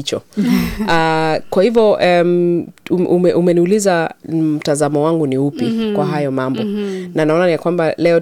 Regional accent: Nandi County, Kenya; Nimetoka pale Nandi County, nimetoka ward inaitwa Kipkaren, constituency inaitwa Mosop, county ya Nandi, na mimi ni Mkenya

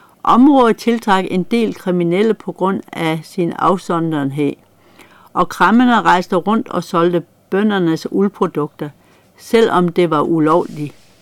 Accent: Herning, Central Denmark Region, Denmark; Herning, hvor jeg kommer fra, eller i hvert fald deromkring.

